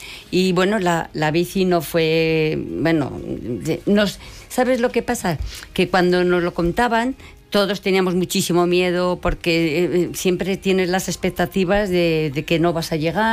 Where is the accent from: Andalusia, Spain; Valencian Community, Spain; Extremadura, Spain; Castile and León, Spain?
Castile and León, Spain; Briviesca; now in Madrid, Spain; yo soy de Burros, bueno, de Briviesca